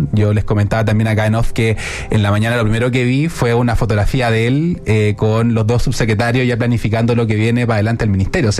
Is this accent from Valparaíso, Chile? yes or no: no; Concepción, Biobío, Chile; yo soy penquista